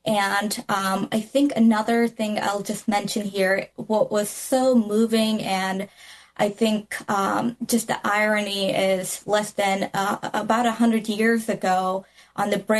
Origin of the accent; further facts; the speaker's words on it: Texas, United States; So I grew up in Texas, and my introduction to Maine was actually just that, walking around Biddeford